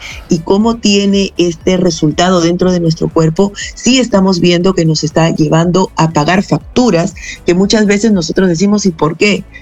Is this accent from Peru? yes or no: yes; Peru